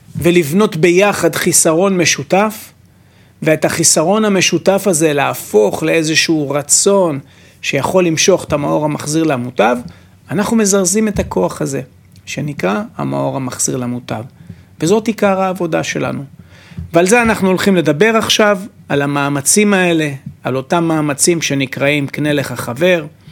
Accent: Latvia; אני מלטביה

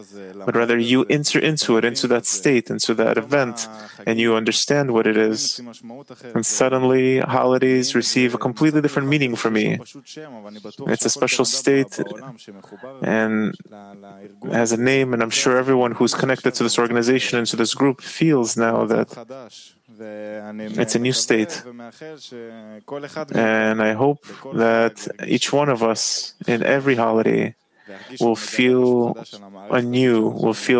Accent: Yokneam, Northern District, Israel; By the way … from Yokneam

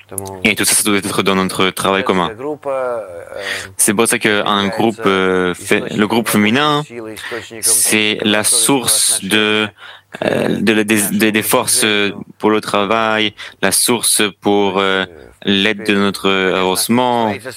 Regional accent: Israel; Les personnes qui viennent chez nous en Israël, ils mettent la kippa.

